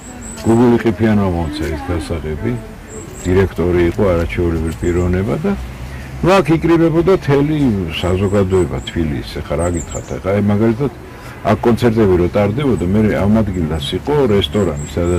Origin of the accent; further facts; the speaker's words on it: Tbilisi, Georgia; აი უკან არის ჩემი სახლი. პირდაპირ ამ ბაღში დგას, ეს გოფილეფტის ბაღია. აქ და გავიზარდე, აქ დაიბადე, აქ ერთელი ბავშვობა გავატარე, ეს ფაქტურა ჩემი ეზო იყო.